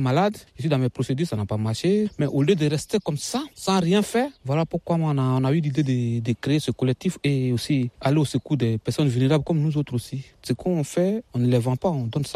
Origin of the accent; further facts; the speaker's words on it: Côte d’Ivoire; je viens de la Côte d'Ivoire.